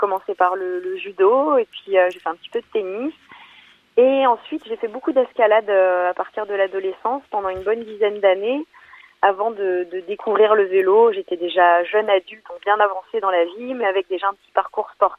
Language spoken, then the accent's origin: French; Nouvelle-Aquitaine, France; j'étais professeure d'EPS, donc originaire du Pays Basque, affectée pour mon métier de professeure d'EPS en région parisienne.